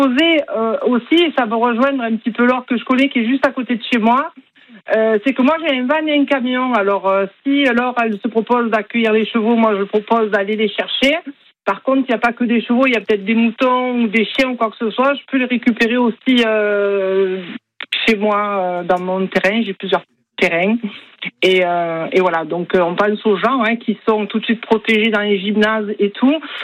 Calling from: Brue-Auriac, Provence-Alpes-Côte d'Azur, France; Alors moi j'habite à Bru-Aurillac

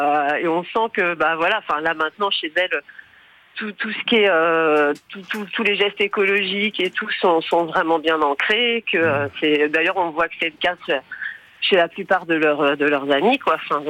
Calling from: Rennes, Brittany, France; J'appelle de Rennes.

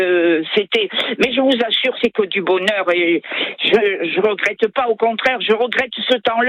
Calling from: Bassens, Nouvelle-Aquitaine, France; J'habite à Bassens

